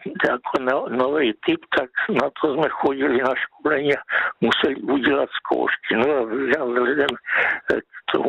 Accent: Ostrava, Moravian-Silesian Region, Czechia; já od mládí jsem byl jako v Ostravě a když jsem chodil do průmyslu, teda do Měšťanky, protože tam jsme se přestěhovali po válce

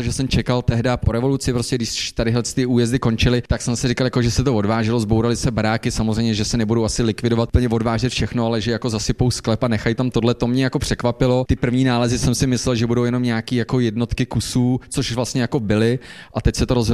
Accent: Železná Ruda, Plzeň Region, Czechia; okolo Železnorucka, odkud pocházím

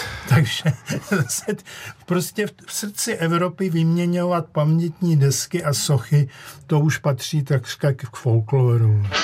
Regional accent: Karlovy Vary, Karlovy Vary Region, Czechia; Pocházím z Karlových Varů

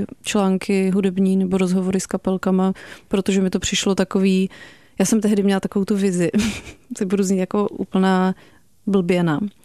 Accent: Moravia, Czechia; Já jsem původně z Moravy, takže...

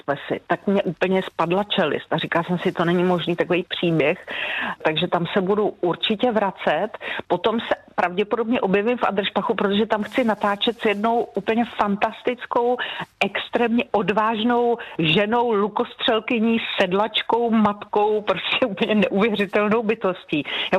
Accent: Hradec Králové, Hradec Králové Region, Czechia; Hradec je moje rodné město, přijedu s velikou radostí

